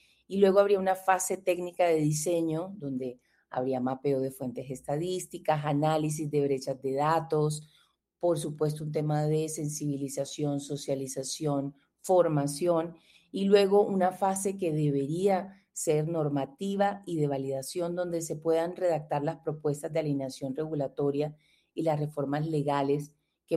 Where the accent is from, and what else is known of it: Colombia